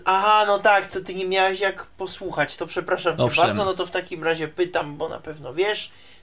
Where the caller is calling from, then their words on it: Czechia; U nas w Czechach